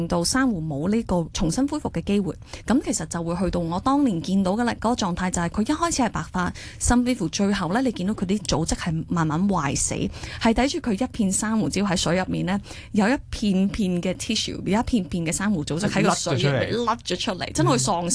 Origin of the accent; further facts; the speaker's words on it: Hong Kong; 喺香港土生土长